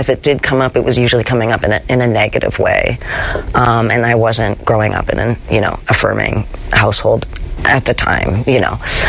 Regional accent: Halifax, Nova Scotia, Canada; I grew up in Halifax, Nova Scotia, in the, you know, 90s and early 2000s.

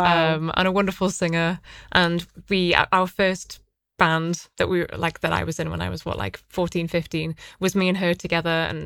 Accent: North East England, United Kingdom; I'm from the Northeast, so this isn't something that I've actually done because I don't have a death wish.

